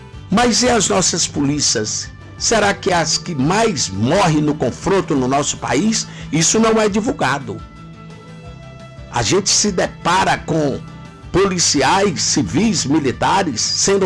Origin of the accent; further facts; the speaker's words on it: Bahia, Brazil; Eu, sinceramente, como baiano